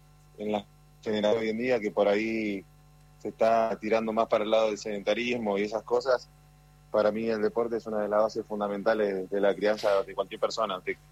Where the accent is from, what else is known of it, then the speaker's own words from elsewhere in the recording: Buenos Aires, Argentina; Sí, ya estoy de vuelta en Buenos Aires.